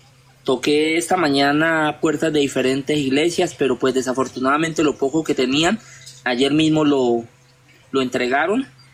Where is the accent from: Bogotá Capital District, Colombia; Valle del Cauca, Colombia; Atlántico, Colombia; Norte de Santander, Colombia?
Valle del Cauca, Colombia; Buenaventura; moved away as an adult; now in Chocó, Colombia; yo soy nacido y criado en Buenaventura. Hace unos años estoy acá por, como te dije, condiciones de desplazamiento, la violencia de Buenaventura.